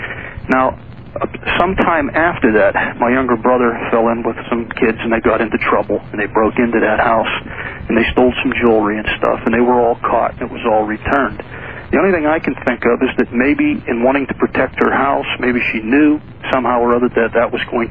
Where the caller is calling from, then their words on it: Pennsylvania, United States; I'm calling from Pennsylvania.